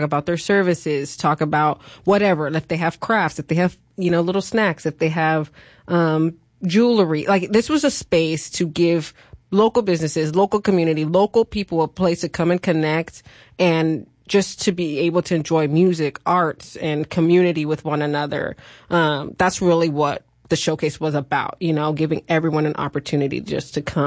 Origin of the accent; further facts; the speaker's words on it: California, United States; I grew up in California.